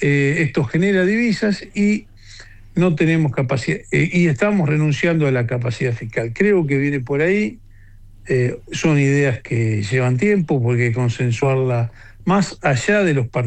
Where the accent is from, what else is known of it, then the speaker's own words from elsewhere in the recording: Rosario, Santa Fe, Argentina; Yo, como soy de Rosario, defiendo más a la región centro